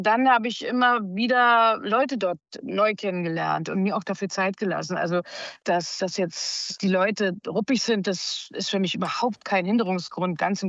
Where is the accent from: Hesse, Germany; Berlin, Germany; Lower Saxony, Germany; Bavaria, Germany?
Berlin, Germany; Also erstmal bin ich Berlinerin und nicht minder ruppig, bloß anders. Und ich finde, das ist eine ganz tolle Mentalität.